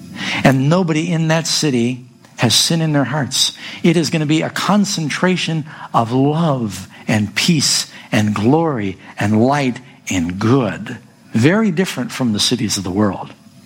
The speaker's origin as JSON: {"language": "English", "town": "New York City", "region": "New York", "country": "United States", "tie": "born or raised there", "said": "Because I grew up in New York City, big city."}